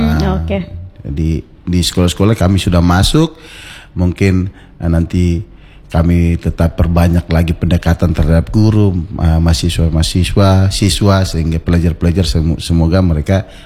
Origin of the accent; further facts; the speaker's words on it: Rote Ndao, East Nusa Tenggara, Indonesia; Sebagai putra Rotendao